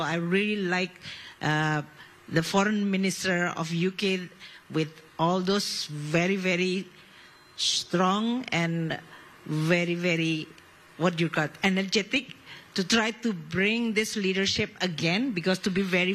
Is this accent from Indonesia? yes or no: yes; Indonesia; I mean, I come from Indonesia, archipelago country with very obvious this climate change implication.